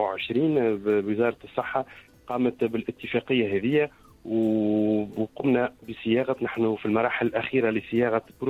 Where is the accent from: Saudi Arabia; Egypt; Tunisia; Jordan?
Tunisia